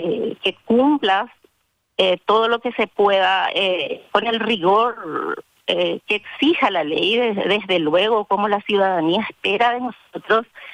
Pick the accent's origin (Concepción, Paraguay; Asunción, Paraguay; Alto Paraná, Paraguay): Asunción, Paraguay; moved away as an adult; now in San Juan Bautista, Paraguay; Yo soy de Asunción, pero ya hace 10 años que estoy residiendo acá.